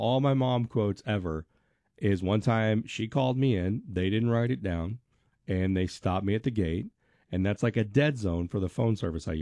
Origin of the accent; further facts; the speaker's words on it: Hot Springs Village, Arkansas, United States; moved away; She and I grew up in Hot Springs Village, everybody.